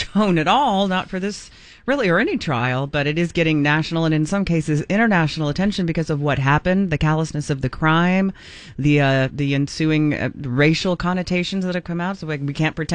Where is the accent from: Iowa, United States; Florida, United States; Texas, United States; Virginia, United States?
Texas, United States; Dallas; moved away; and I haven't lived there in years, but I am from Dallas, and specifically that area